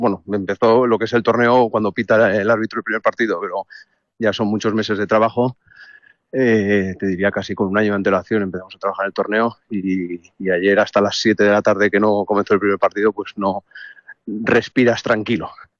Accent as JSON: {"language": "Spanish", "town": "Madrid", "region": "Community of Madrid", "country": "Spain", "said": "nosotros somos de Madrid"}